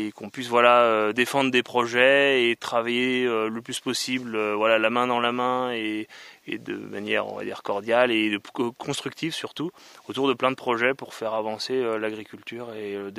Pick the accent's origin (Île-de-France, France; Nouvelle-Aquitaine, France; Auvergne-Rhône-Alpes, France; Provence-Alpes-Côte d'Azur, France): Auvergne-Rhône-Alpes, France; Gruffy; J'ai 32 ans, j'habite à Gruffy. J'ai un peu toujours vécu à Gruffy.